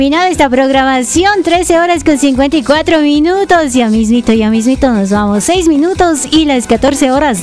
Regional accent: Ecuador; sobre todo porque somos dignos ecuatorianos

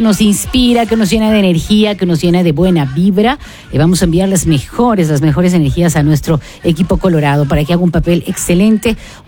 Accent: Ecuador; somos ecuatorianos.

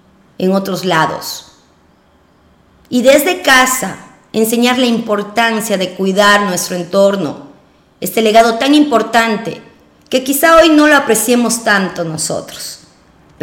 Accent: Sucúa, Morona Santiago, Ecuador; Soy orgullosamente sucuense, amo a mi tierra.

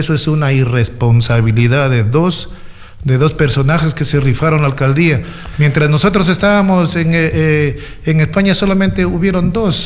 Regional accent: Loja, Ecuador; moved away; also born or lived in Spain; cuando nosotros migramos todavía en el sector donde yo soy del sector de la Alborada

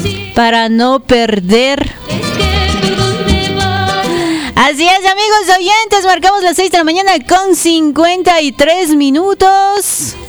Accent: Ecuador; como buen ecuatoriano que somos

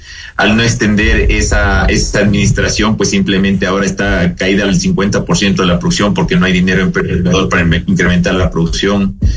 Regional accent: Ecuador; uno como ecuatoriano

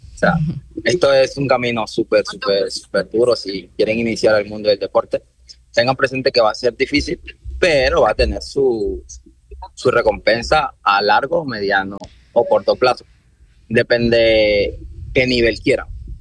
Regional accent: Machala, El Oro, Ecuador; Yo salí desde la provincia del Oro, Machala, entrenando en una pista de tierra.

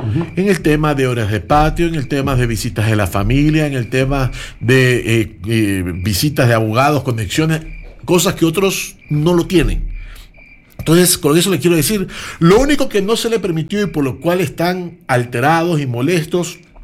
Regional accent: Ecuador; Yo trabajo así para vivir en mi país y para que mis hijos se críen en el Ecuador, que es mi país.

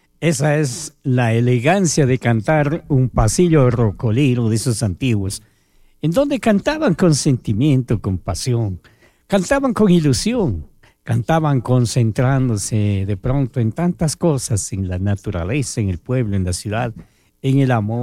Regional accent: Ecuador; Católico, apostólico, peor, no doy ningún mensaje excepto en la radio. Y romano, peor, soy ecuatoriano.

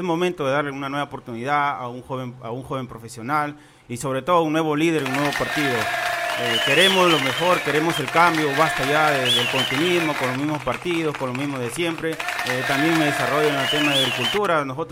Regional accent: Túcume, Lambayeque, Peru; Yo vengo de allá de Pocitos, del sector Bella Lidia, Pocitos, Bimbela, Reynosa, La Arena.

